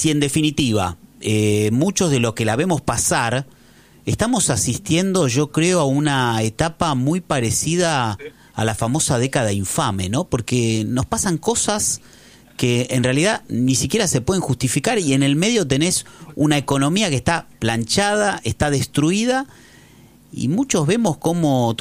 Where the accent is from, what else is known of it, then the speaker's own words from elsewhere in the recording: Argentina; Seamos más responsables nosotros como argentinos